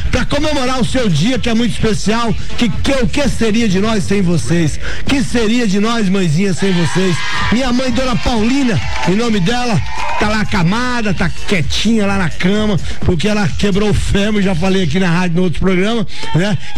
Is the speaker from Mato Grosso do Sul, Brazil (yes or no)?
yes; Glória de Dourados, Mato Grosso do Sul, Brazil; também nossa Glória de Dourado. Ô, lá falei da minha terra